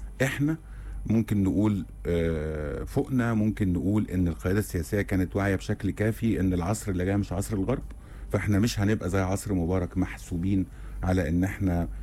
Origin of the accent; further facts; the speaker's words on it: Egypt; ان احنا مصريين